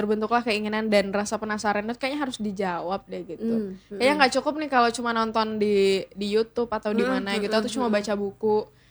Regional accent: West Sumatra, Indonesia; also born or lived in Bengkulu / Riau / Padang; Sumatera Barat, terus tapi di Bengkulu itu pernah 6 tahun. Jadi selama SD itu aku di Bengkulu, terus kemudian pindah ke Padang. Tapi sebelum itu aku juga besar di Riau, di mana.

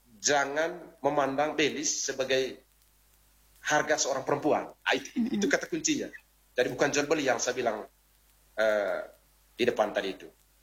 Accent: Manggarai, East Nusa Tenggara, Indonesia; kita sebagai orang Manggarai

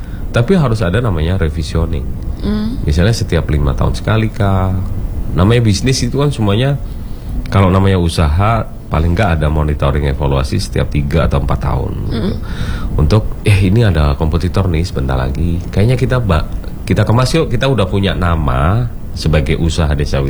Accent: Batu, East Java, Indonesia; di desa saya sendiri, di desa Pesanggerahan itu

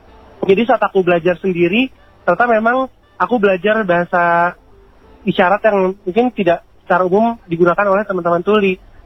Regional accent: Jakarta, Indonesia; first language Indonesian; bahasa ibu aku, yaitu bahasa Indonesia yang aku kan lahir besar di Jakarta kan ya. Jadi sebenarnya aku gak tahu bahasa daerah apa-apa gitu.

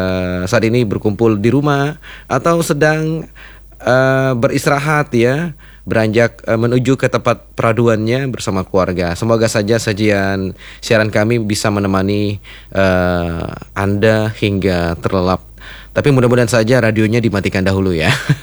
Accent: Pangkal Pinang, Bangka Belitung Islands, Indonesia; now in Tanjung Pinang, Indonesia; seperti saya ya, masa kecilnya itu di Kota Pangkal Pinang ya, Provinsi Bangka Belitung. Ya, itu masa-masa kecil saya dulu ya.

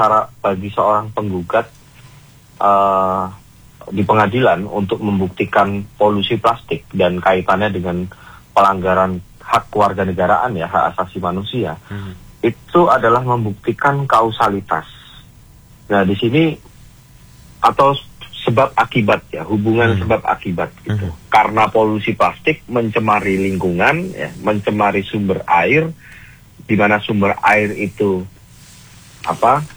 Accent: Malang, East Java, Indonesia; kita warga Kota Malang

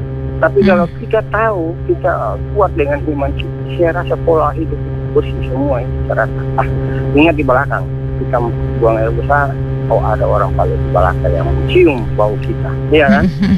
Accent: North Sulawesi, Indonesia; kalau di kampung saya Bunda, di Sulawesi Utara dulu, orang tua dulu itu korok dengan sendok itu

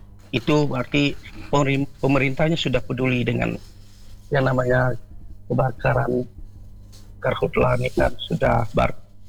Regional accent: West Kalimantan, Indonesia; kami selaku orang Dayak ini

